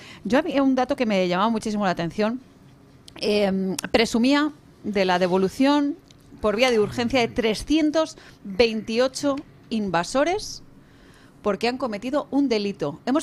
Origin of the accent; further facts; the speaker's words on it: Spain; Somos los españoles que vamos a salir precisamente en esa manifestación.